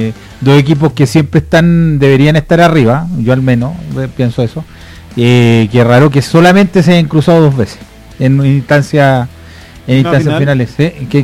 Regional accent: Chile; now in Colombia

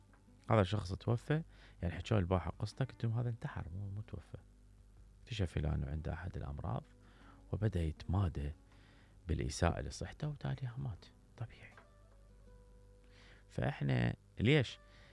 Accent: Iraq; إحنا كمواطنين عراقيين جميلين رائعين

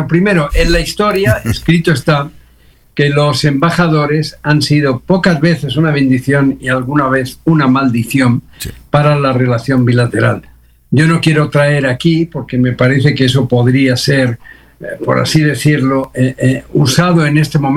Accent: Mexico

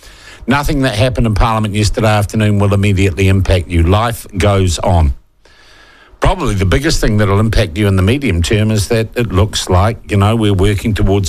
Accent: New Zealand; I myself posted about the sense of loss I felt as a New Zealander at the passing of Jules Top.

